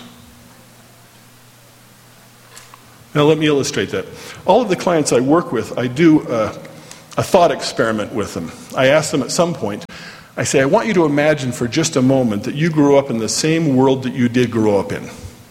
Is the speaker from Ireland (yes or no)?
no; Orem, Utah, United States; And I looked and I could find the Great Salt Lake, and I grew up here in Orem, so I know it was just a little bit south of there, right about in there.